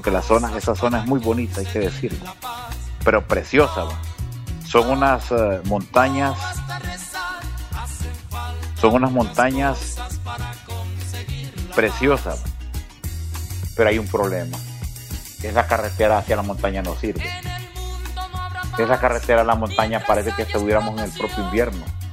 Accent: Honduras; todos somos hondureños

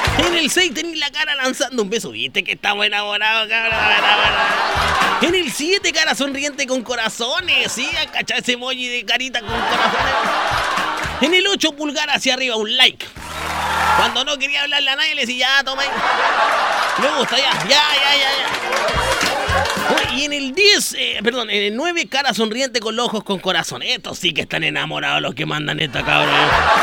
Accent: Mexico; La verdad que soy mexicano, se me olvida de repente.

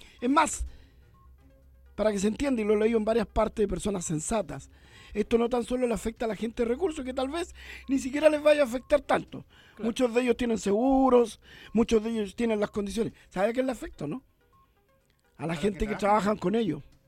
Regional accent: Chile

